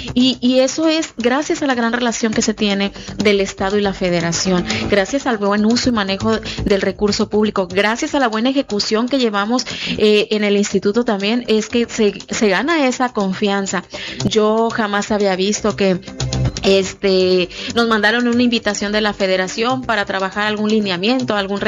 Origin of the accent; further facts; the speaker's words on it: Manzanillo, Colima, Mexico; Yo soy de Manzanillo, soy del Colomo, entonces yo veía que pues la gente del Colomo batallaba para llegar a Salagua.